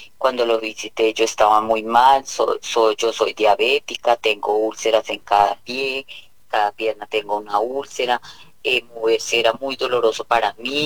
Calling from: Ibagué, Tolima, Colombia; le estoy llamando desde Ibagué, Tolima, vivo por el barrio 7 de agosto.

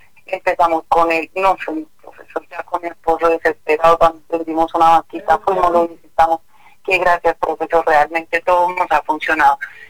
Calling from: Pauna, Boyacá, Colombia

